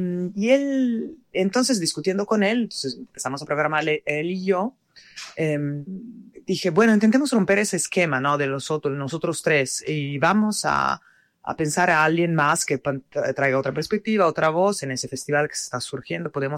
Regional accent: Italy; Spanish is a second language; yo también siendo europea, de origen italiana, hubiera podido tener interés en moverme bien.

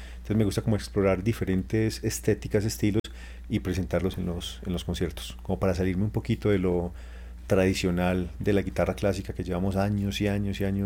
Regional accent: Colombia; born there; also born or lived in Canada / Vancouver, Canada; Y en el 2011 viajé a Canadá. Yo nací en Canadá, pero llegué a Colombia cuando estaba de 2 años nomás. Entonces volví, digamos, al país a aprender inglés.

